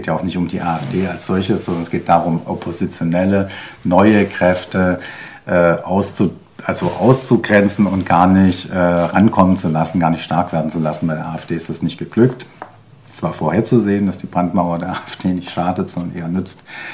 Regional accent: Tübingen, Baden-Württemberg, Germany; moved away; Ich komme ursprünglich aus Tübingen.

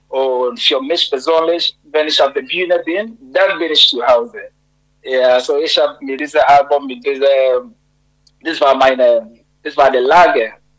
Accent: Ghana; Also ich komme aus Ghana und Ghana ist eines von den 54 Ländern in Afrika, in der Westseite, beziehungsweise.

